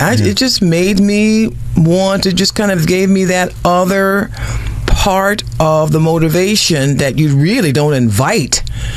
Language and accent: English; Miami, Florida, United States; I'm originally from Miami, Florida.